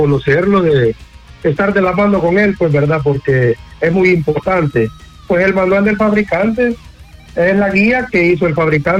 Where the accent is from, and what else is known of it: El Salvador